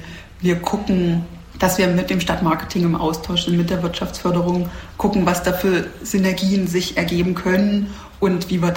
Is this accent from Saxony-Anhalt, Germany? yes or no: yes; Halle, Saxony-Anhalt, Germany; was man als Hallenser ja gar nicht so mitbekommt, aber wir haben ja viel zu wenig Betten.